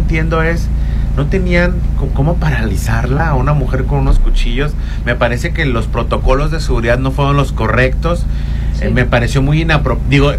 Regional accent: Mexico; yo que soy mexicano.

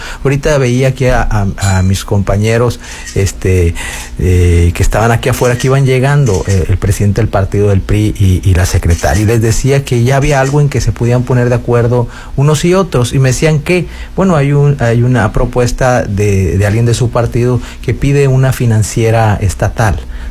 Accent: Sinaloa, Mexico; somos sinaloenses

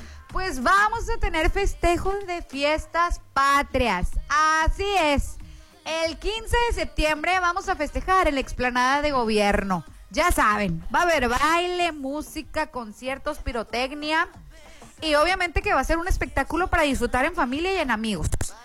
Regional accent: Mexico; porque somos mexicanos y viva México.

